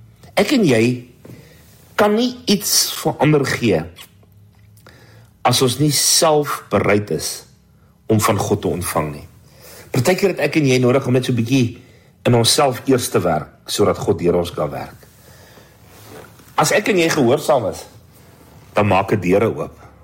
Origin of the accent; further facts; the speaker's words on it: Vredendal, Western Cape, South Africa; ek kom af van Vredendal se wêreld af. Ons het maar ons eie manier van dinge doen. En ek kom met agter, ek is 57 jaar oud